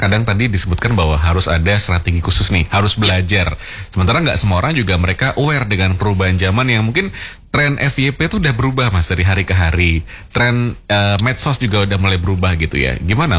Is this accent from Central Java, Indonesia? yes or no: yes; Semarang, Central Java, Indonesia; saya orang Banyumanik akan nyarinya di Tembalang sih Mas